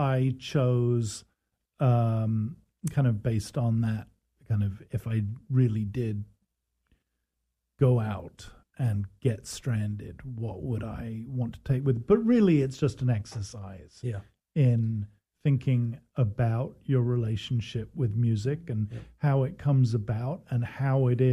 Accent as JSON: {"language": "English", "region": "England", "country": "United Kingdom", "moved": "yes", "lives_now": "United States", "said": "I'm English, and there's a certain amount of... I've been here 33 years, though, so I'm kind of transatlantic."}